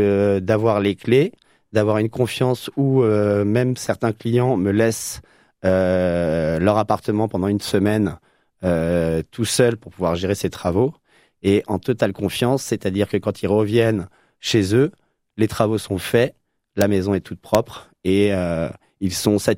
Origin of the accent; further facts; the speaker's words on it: Normandy, France; moved away as an adult; also born or lived in Paris region; now in Bordeaux, France; je suis natif de Normandie